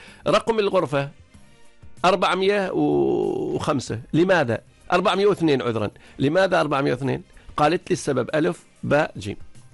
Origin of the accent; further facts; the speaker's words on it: Oman; نحن كعمانيين